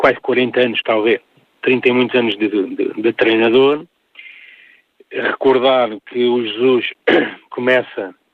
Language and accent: Portuguese; Amadora, Lisbon, Portugal; É meu conterrâneo, é da cidade onde eu cresci, onde eu nasci, cresci e vivi, na Amadora.